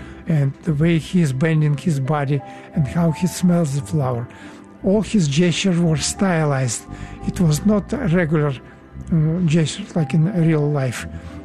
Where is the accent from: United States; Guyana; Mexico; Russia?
Russia; Siberia; moved away; Yeah, this one. I came with this briefcase from Soviet Union.